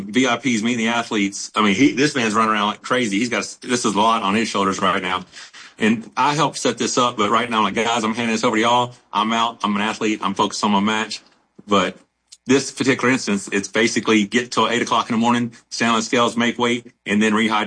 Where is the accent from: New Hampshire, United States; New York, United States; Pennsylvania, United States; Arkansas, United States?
Arkansas, United States; So I've been in this thing since 1990. I'm a redneck from Arkansas.